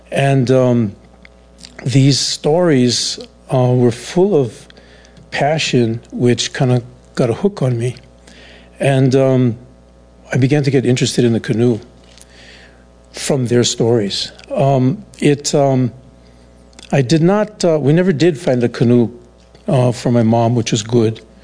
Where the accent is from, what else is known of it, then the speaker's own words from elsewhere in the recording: Honokaa, Hawaii, United States; also born or lived in Laupahoehoe; I was born in Lapu'ihoi, but grew up in Honoka'a. And while my last name is Swedish, I was raised in a Portuguese family.